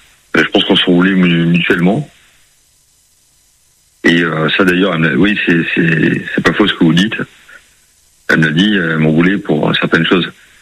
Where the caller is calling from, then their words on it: Pau, Nouvelle-Aquitaine, France; moi, je suis de Pau